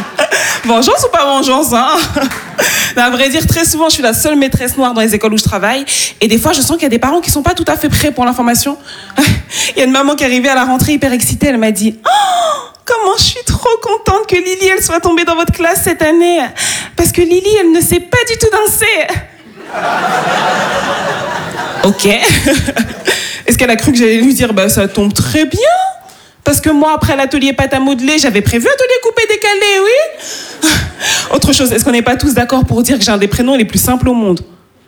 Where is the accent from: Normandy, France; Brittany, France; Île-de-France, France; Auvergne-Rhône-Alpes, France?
Île-de-France, France; born there